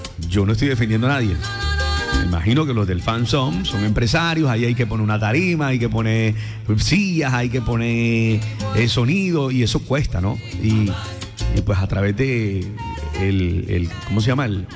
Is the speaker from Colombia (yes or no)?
yes; Colombia; es que estamos hasta sorprendidos como colombianos con lo que está pasando